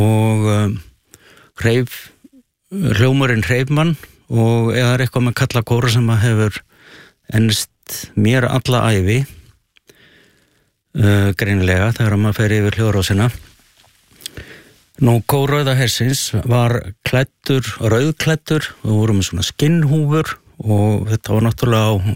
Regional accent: Helsinki, Uusimaa, Finland; Ég fæddur í Finnlandi og svona kaldastríðsbarn.

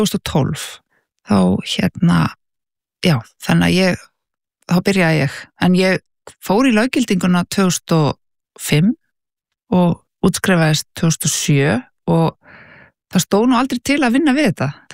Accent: Reykjavík, Capital Region, Iceland; born or raised there

